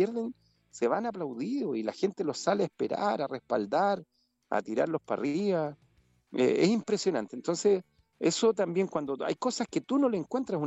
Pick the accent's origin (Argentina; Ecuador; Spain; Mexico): Argentina; moved away; Yo me crié en Argentina.